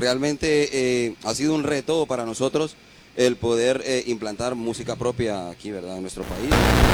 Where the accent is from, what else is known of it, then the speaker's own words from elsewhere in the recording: San Pedro Sula, Cortés, Honduras; yo soy de San Pedro Sula y ellos son de Tegucigalpa, la capital.